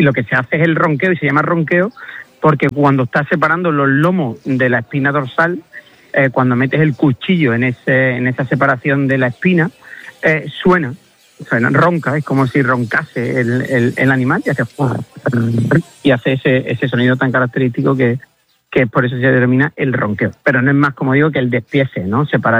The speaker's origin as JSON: {"language": "Spanish", "region": "Andalusia", "country": "Spain", "tie": "born or raised there", "said": "y en mi tierra, por la parte que decías tú, Ana, muy bien, que mi pueblo está a 40... Yo digo que Villarreal está a 40 kilómetros de todo, porque está a 40 kilómetros de Huelva capital, está a 45 de Sevilla"}